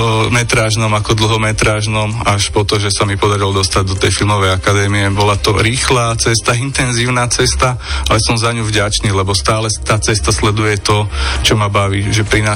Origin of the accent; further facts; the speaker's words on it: Sereď, Trnava Region, Slovakia; ja som rodák zo Serede